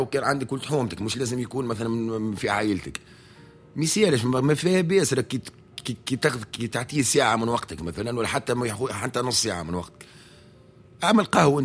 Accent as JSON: {"language": "Arabic", "country": "Tunisia", "said": "محلانا التوانسة"}